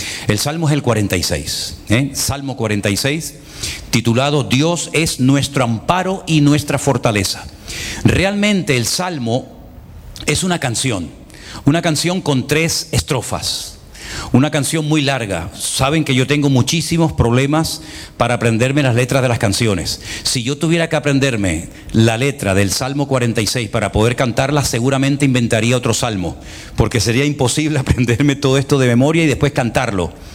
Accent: Spain; todos como españoles o como ciudadanos de este país, pues tenemos nuestras opiniones personales

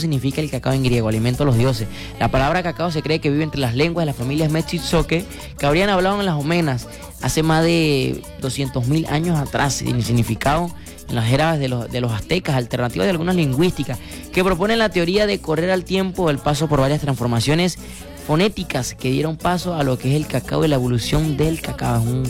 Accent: Mérida, Venezuela; soy de la zona sur del lago

